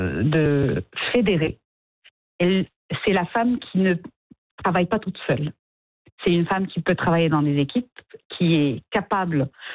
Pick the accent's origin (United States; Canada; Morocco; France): Morocco; au Maroc, alhamdoulilah, nous on ne vit pas cette discrimination entre hommes et femmes dans le domaine de l'IT.